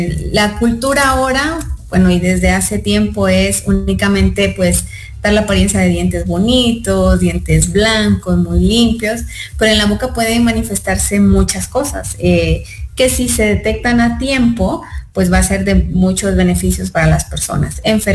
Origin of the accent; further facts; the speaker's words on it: Honduras; moved away as an adult; now in Mexico; yo crecí en Honduras, nací en Honduras, estudié en Honduras la primaria, secundaria, la universidad.